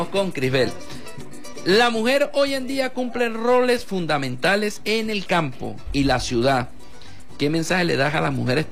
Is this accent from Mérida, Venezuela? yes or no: yes; Mérida, Venezuela; Yo soy orgullosamente campesino también. Vengo del campo, vengo de Caño Amarillo, zona panamericana, del municipio de Alberto Adriani. Zona del campo. Soy porcicultor.